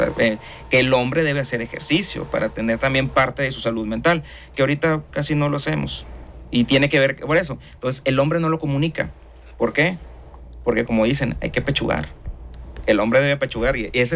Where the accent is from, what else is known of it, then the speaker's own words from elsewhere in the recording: Mexico; la genética que ya tenemos como buenos mexicanos